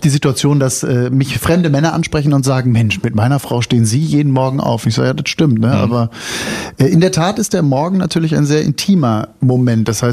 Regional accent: North Rhine-Westphalia, Germany; also born or lived in Berlin; now in Brandenburg, Germany; ich komme jetzt aus NRW, ne? Und da bin ich groß geworden und wenn dann die Leute sagen, ja, ich sage dann, ich lebe in Brandenburg

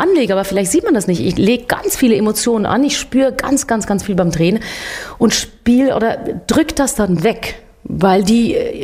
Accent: Switzerland; bei uns in der Schweiz jetzt gerade, blase ich mich gerne mal auf, weil wir Schweizer sind ja sonst so bescheiden

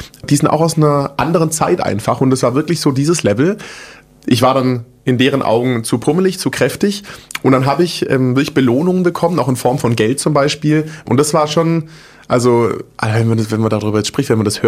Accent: Großbottwar, Baden-Württemberg, Germany; also born or lived in Stuttgart / Frankfurt; Ich bin in Stuttgart geboren, bin in so einem Kaff aufgewachsen, das heißt Großbottwar. Mhm. Also will ich da wohnen, was wohnen da 10.000, 15.000 Leute vielleicht. Bin da mit meiner Family groß geworden, bis ich 10 war.

